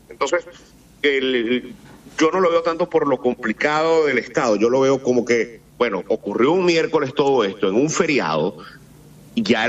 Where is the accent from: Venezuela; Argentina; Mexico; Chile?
Venezuela; Yo, por ejemplo, vengo de un pueblo a una hora de Caracas, que es mi ciudad de origen